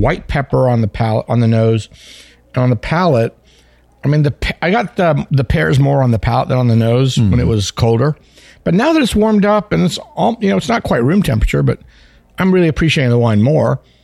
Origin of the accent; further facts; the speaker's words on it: India; I'm a lychee guy, dude. I'm from India.